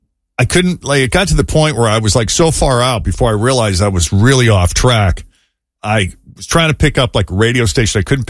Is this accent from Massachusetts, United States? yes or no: yes; Boston, Massachusetts, United States; born or raised there; moved away